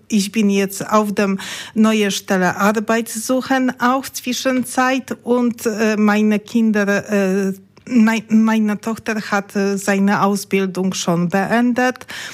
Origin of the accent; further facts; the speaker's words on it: Poland; German is a second language; moved away as an adult; now in Germany; weil wir sprechen nicht auf meine Muttersprache, weil ich befinde ich mich nicht in meinem Heimatland Polen, nur ich bin hier jetzt in Deutschland.